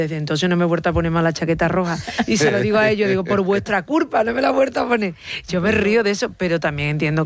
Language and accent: Spanish; Andalusia, Spain; mira que nosotras dos somos andaluzas y venimos de una tierra con mucha guasa.